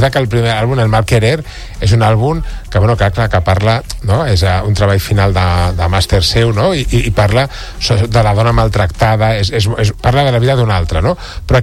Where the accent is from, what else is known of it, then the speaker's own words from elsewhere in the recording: L'Hospitalet de Llobregat, Catalonia, Spain; Jo soc d'Hospitalet, no? Ja l'he deia abans de la Carme, no? I un punt flamenquillo d'Hospitalet també el porto.